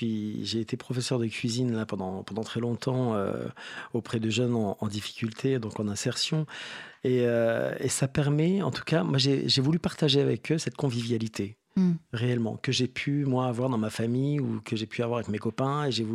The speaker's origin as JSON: {"language": "French", "country": "Réunion", "moved": "yes", "lives_now": "France"}